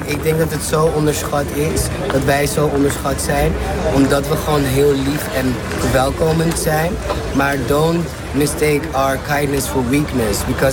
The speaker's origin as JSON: {"language": "Dutch", "country": "Netherlands", "tie": "born or raised there", "said": "Want ik ben opgegroeid in de ACC en mijn ouders hebben dat achter moeten laten."}